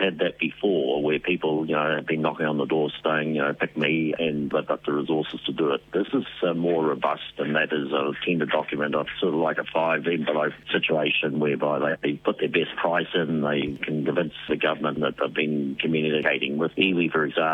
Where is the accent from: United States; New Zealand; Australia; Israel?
New Zealand